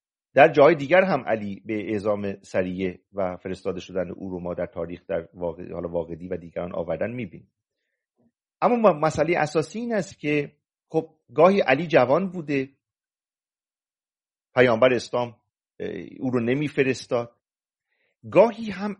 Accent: Mazandaran, Iran; من مازندرانی میتوانم با یک شیرازی، با یک نفر لور، با یک نفر ترک، با یک نفر بلوچ بریم آموزش ببینیم

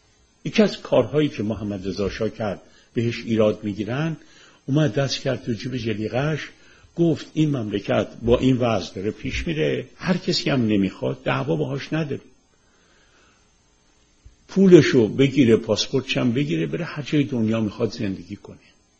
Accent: Iran; now in United States; این کار رو برای این میکنم که فکر میکنم بلایی که به سر من به عنوان یه جوان ایرانی اومد

